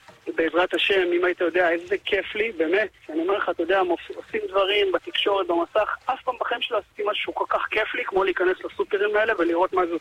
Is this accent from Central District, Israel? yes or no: no; Jerusalem, Jerusalem District, Israel; אני גדלתי בירושלים